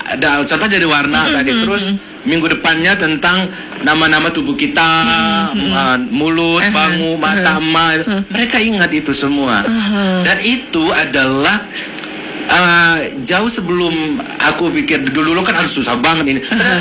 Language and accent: Indonesian; Lampung, Indonesia; aku orang Lampung ya punya I have the dignity gitu. Maksudnya itu hanya identitas yang aku lahirkan dari lahir di Lampung